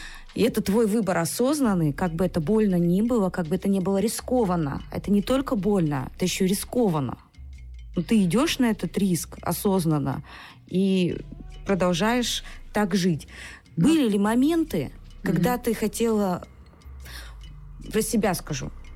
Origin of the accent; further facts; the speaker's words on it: Siberia, Russia; moved away; Я вот сибирячка.